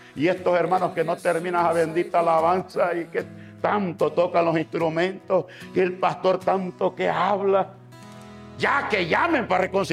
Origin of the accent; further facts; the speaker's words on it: Ahuachapán, El Salvador; Se oyó la bulla en el cantoncito de donde soy, que no vengo de la ciudad. Vengo de un cantón, no me avergüenza decirlo. Y se llama Cara Sucia.